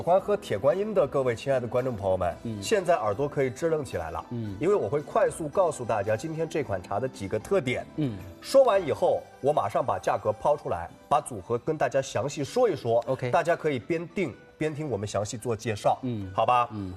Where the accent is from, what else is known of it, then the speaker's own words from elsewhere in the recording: Fujian, China; 福建省泉州市安溪县大坪乡。 … 作为一个土生土长的福建孩子